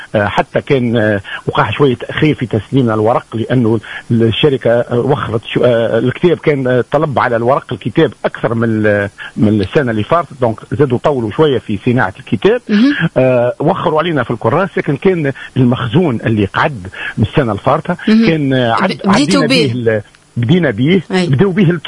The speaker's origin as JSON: {"language": "Arabic", "country": "Tunisia", "said": "احنا عندنا في تونس 9 مصانع"}